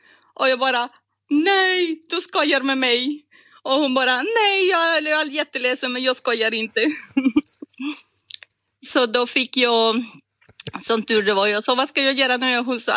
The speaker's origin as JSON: {"language": "Swedish", "country": "Costa Rica", "also_born_or_lived": "Poland", "second_language": "Swedish", "lives_now": "Sweden", "said": "Jag kommer från Costa Rica. Mm-hmm. Och hade studerat i Polen då på 90-talet."}